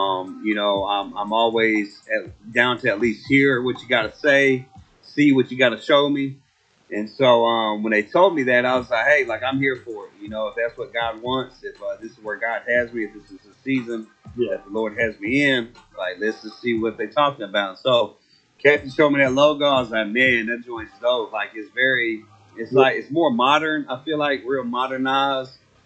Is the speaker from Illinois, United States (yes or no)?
no; Kilgore, Texas, United States; I'm from Kilgore.